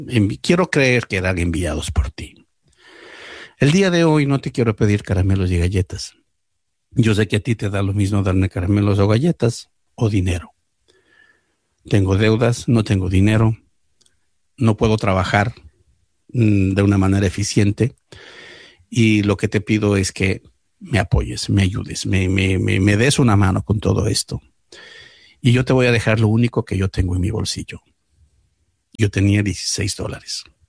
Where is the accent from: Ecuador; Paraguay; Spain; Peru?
Ecuador; now in New York, United States; En el año 1994 yo vine del Ecuador a Nueva York.